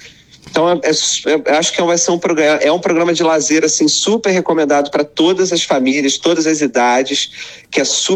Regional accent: Cabo Frio, Rio de Janeiro, Brazil; born there; moved away; Eu sou nascido em Cabo Frio, uhum, e a gente rodou um pouquinho aí o mundo, o Brasil, e está voltando para a cidade para esse espetáculo.

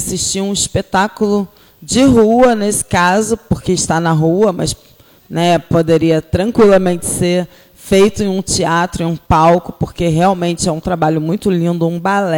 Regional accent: Arraial do Cabo, Rio de Janeiro, Brazil; eu sou de Arraial do Cabo também, fiquei ouvindo aqui as histórias, eu sou cabista, sou do Cabo, Galo.

